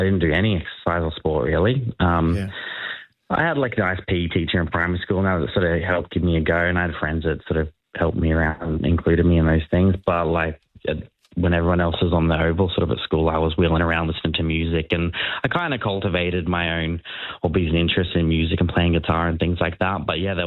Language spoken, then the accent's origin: English; Sunshine Coast, Queensland, Australia; growing up on the Sunshine Coast